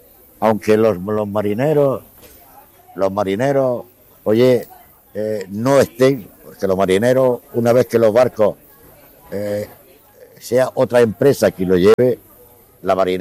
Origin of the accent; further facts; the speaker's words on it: Motril, Andalusia, Spain; Pues bueno, porque soy un motrileño, que nací en Motril, en la calle Canteras, en el año 1941, que he vivido en Motril siempre, prácticamente, siempre he vivido en Motril